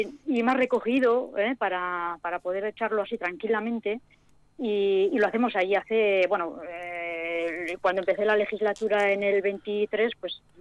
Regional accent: Vitoria-Gasteiz, Basque Country, Spain; born there; yo soy nacida en aquí en Vitoria, porque sí. La que es navarra es mi madre.

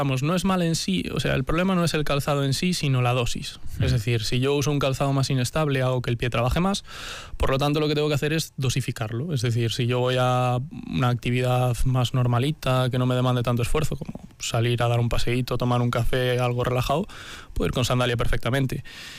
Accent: Galicia, Spain; yo que soy gallego siempre estoy con el depende en la boca.

